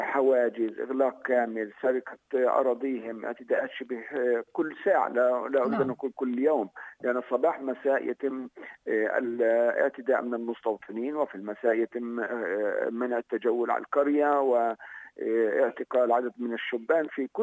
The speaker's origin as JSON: {"language": "Arabic", "country": "Palestine", "said": "الظرف الذي نعيشه كفلسطينيين"}